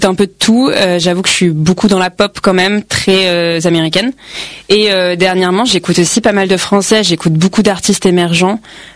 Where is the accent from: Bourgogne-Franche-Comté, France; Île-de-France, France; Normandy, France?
Île-de-France, France; Herblay; now in Paris, France; j'ai passé toute ma vie à Herblay.